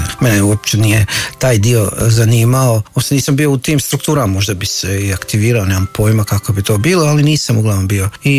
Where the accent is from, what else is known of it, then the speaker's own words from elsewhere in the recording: Posušje, Federation of Bosnia and Herzegovina, Bosnia & Herzegovina; moved away as an adult; now in Zagreb, Croatia; ja sam iz Hercegovine rodom, iz Posušja, jedno selo pored Posušja, Bračanac. Tamo sam odrastao i onda sam završio u Zagrebu kao student pravnog fakulteta.